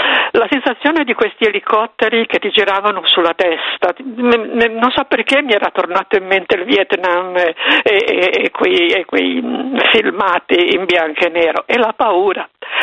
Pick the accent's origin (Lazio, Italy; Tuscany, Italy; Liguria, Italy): Liguria, Italy; Genoa; born there; now in Milan, Italy; Io sono abito a Milano, però sono nata a Genova e ho tutta la famiglia a Genova, quindi mm-hmm.